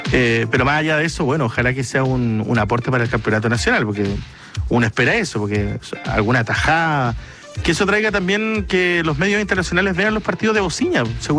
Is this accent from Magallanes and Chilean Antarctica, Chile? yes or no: yes; Magallanes and Chilean Antarctica, Chile; soy magallánico